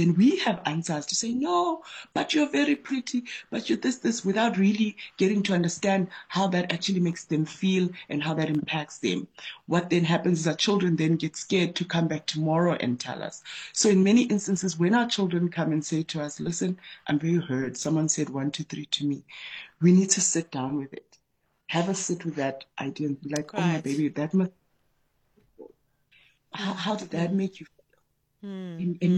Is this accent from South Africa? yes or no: yes; Eastern Cape, South Africa; moved away; also born or lived in North West; I grew up in Eastern Cape, and then I then moved into your Northwest areas in terms of just as a young person.